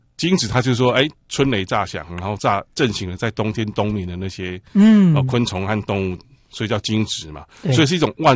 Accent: Taiwan

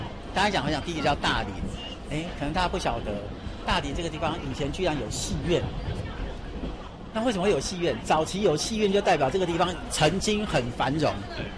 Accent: Chiayi, Taiwan; 我是嘉义人

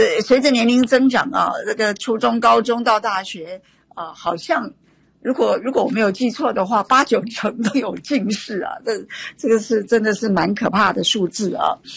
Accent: Taiwan; 我们在台湾，我们台湾人很糟糕的从小很多人就四眼田鸡

